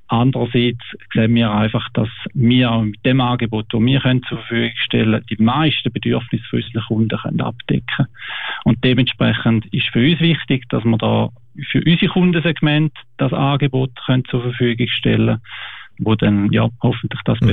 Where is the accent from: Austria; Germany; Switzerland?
Switzerland; Mein Vater ist von Helsinki. Schon lange aber in der Schweiz und meine Mutter ist von Willichingen. Wir sind in Zwichingen aufgewachsen. Ich habe also mehr die Wurzeln da in der Schweiz